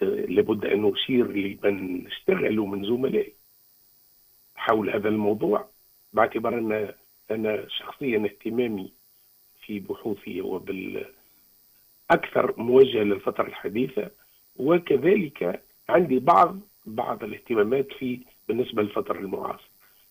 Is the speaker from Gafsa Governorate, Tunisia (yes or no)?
yes; Gafsa Governorate, Tunisia; هذا دين تجاه المنطقة التي تربيت فيها وتولدت فيها وترعرعت فيها واستفدت منها وشغلت فيها